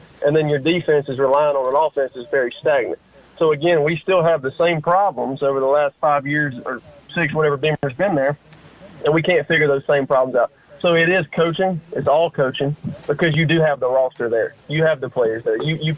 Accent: Spartanburg, South Carolina, United States; I'm actually from Spartanburg, so I hope that guy likes driving through.

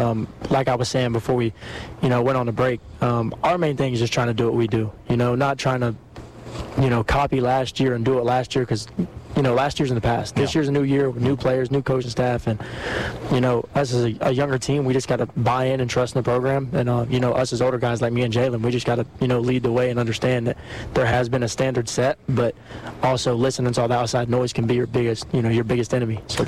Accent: East Coast, United States; You know, I'm from the East Coast. I like surfing, but big waves, not me.

